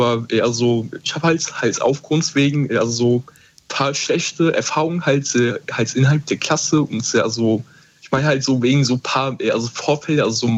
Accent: Koblenz, Rhineland-Palatinate, Germany; Also, also ich komme aus Koblenz, Rheinland-Pfalz.

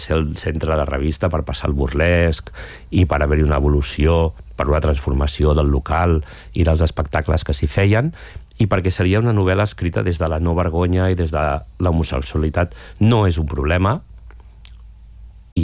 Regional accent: Sant Pau de Segúries, Catalonia, Spain; un homenatge al poble d'on soc, de Sant Pau de Segúries

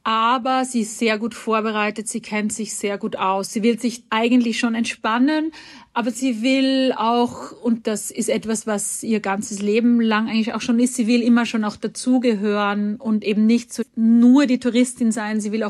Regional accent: Austria; Ich bin im Salzkammergut aufgewachsen in Österreich und das ist auch eine Gegend, wo ich manchmal bei Interviews früher gesagt habe, ich komme dorthin, wo andere Urlaub machen.

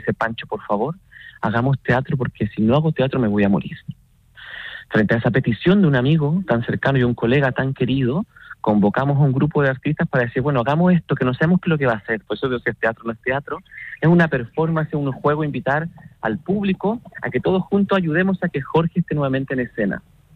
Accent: Chile; les cuento a todos nuestros radioescuchas que somos de Chile

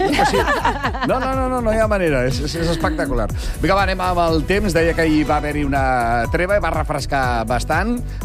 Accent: Caldes d'Estrac, Catalonia, Spain; Caldes d'Estrac. El meu poble

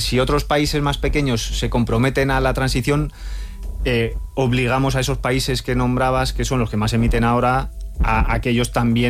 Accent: Spain

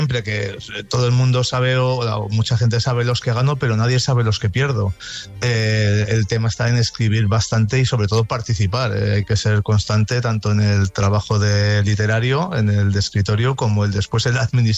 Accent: Haro, La Rioja, Spain; born there; que además es de mi pueblo, en Aro

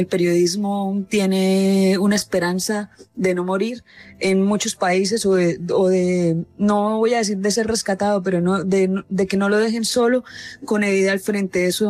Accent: Colombia; moved away; soy periodista colombiana

